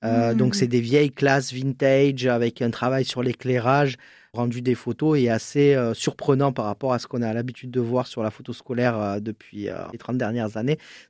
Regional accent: Marseille, Provence-Alpes-Côte d'Azur, France; Je suis originaire de Marseille. Je suis né à Marseille. J'ai un petit frère, on a 6 ans et demi d'écart. Et on vient du quartier des Chartreux.

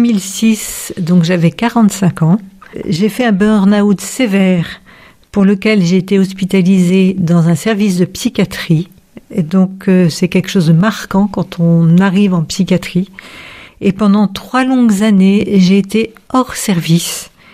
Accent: Versailles, Île-de-France, France; moved away as an adult; now in Ain, France; mon père qui était militaire a posé ses valises à Versailles et donc j'ai grandi à Versailles.

